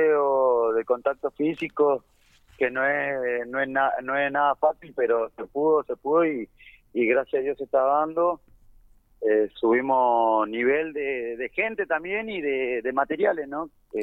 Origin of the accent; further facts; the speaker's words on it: El Calafate, Santa Cruz, Argentina; Bueno, salimos de acá de Calafate, nosotros, que nos ayudó la municipalidad de ahí, así que estamos compitiendo